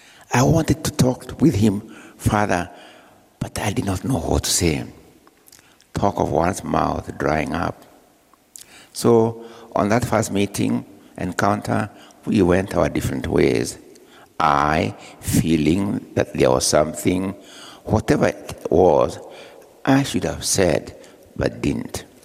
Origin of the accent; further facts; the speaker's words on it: Kenya; You know, when we travel places as Kenyans, particularly as a Kenyan writer, when you meet your ambassador or their representative, it's like you are in touch. You feel a sense of touch, of home.